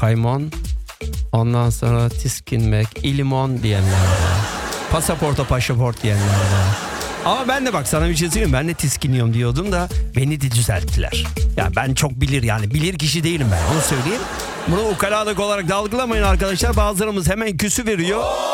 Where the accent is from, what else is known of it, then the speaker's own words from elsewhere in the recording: Ankara, Turkey; now in İzmir, Turkey; Ben İzmirliyim. Sonradan İzmirli. Ankaralıyım. Babam Nevşehirli, annem Tokatlı.